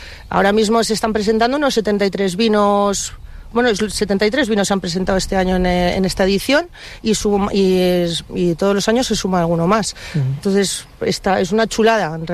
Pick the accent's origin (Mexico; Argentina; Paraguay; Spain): Spain; Burgos, Castile and León; Yo soy de Burgos.